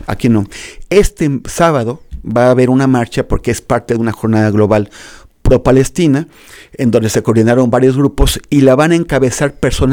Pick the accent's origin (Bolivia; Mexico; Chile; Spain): Mexico; O sea, nosotros como mexicanos, sí.